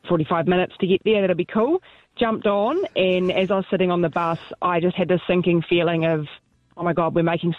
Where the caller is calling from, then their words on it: West Coast, New Zealand; and I'm from the West Coast, so no public transport.